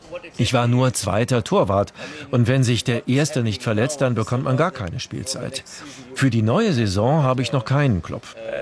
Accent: Central Macedonia, Greece; German is a second language; ich komme aus Chalkidiki. Meine Eltern haben hier eine Pizzeria direkt am Meer.

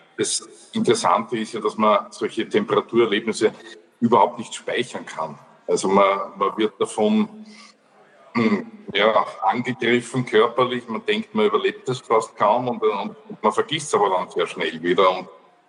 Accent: Austria; Als Österreicher ist es so, dass man die, wie wir sagen, Marmeladinger nicht nur unbedingt siegen sehen will

